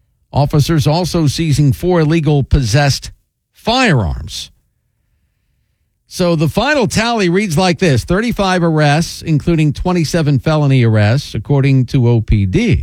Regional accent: Lake Mary, Florida, United States; So I think for my entertainment options, I'll just stay in my hometown of Lake Mary.

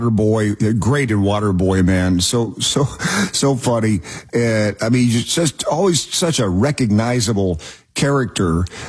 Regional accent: Knoxville, Tennessee, United States; now in Kansas City, United States; I'm from Knoxville, Tennessee

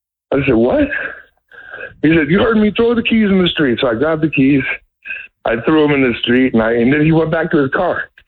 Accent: Tampa, Florida, United States; I grew up in Tampa. I played football for one of the big schools over here.

